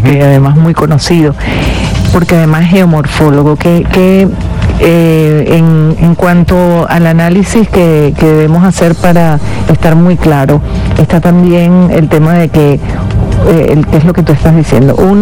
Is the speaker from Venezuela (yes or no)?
yes; Venezuela; porque todos somos venezolanos, ¿no?